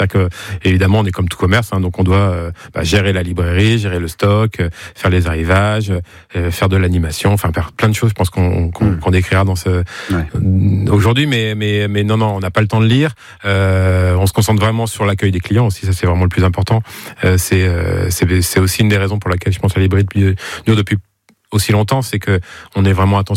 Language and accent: French; Nuillé-sur-Vicoin, Pays de la Loire, France; also born or lived in Laval; Moi, je suis originaire de Nuillé-sur-Vicoin.